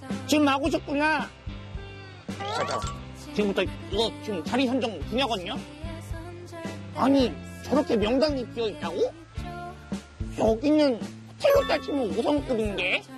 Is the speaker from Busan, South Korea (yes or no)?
yes; Busan, South Korea; 저는 부산입니다.